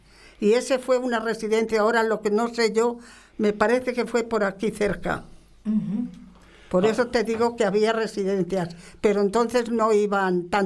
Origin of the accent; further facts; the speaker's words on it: Loranca del Campo, Castilla-La Mancha, Spain; De Loranca del Campo.